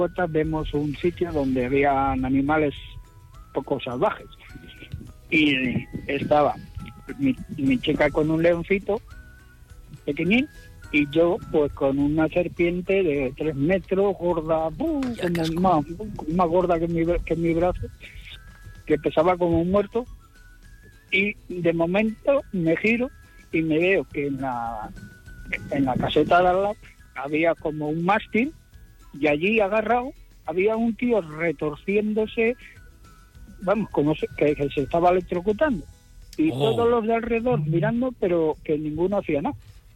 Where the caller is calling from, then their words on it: Salou, Catalonia, Spain; de Salou.